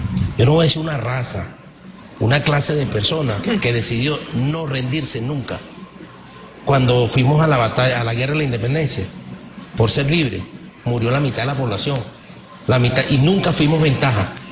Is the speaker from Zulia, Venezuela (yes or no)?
no; Caracas, Capital District, Venezuela; born there; 7 días después del terremoto del año 1967, en la clínica Concepción Palacio. Soy sanjuanero de nacimiento.